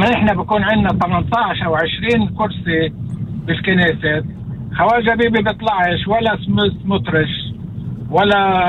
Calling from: Haifa, Haifa District, Israel

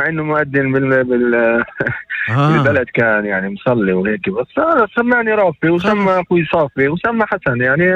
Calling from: Mazra'a, Northern District, Israel; أنا من المزرعة، … بس أنا من المزرعة.

